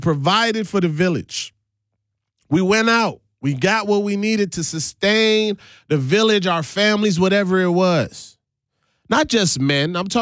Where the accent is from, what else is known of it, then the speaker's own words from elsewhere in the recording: St. Thomas, U.S. Virgin Islands; So I'm born and raised in St. Thomas, the U.S. Virgin Islands. Very strong Caribbean culture.